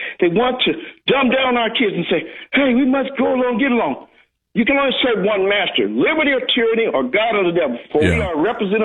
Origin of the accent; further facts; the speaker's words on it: Fontana, California, United States; I grew up in Fontana, California, home of Kaiser Steel, Eagle Mountain, right?